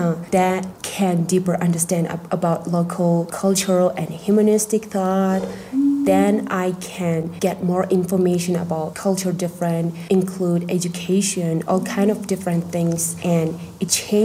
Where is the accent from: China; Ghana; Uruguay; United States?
China; Tibet; And so they will search a lot of information about my hometown